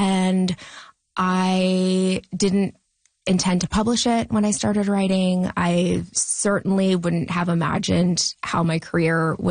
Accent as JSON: {"language": "English", "country": "Australia", "tie": "born or raised there", "said": "And I grew up in Australia. So that part of the Pacific, those beaches are very different from the beaches"}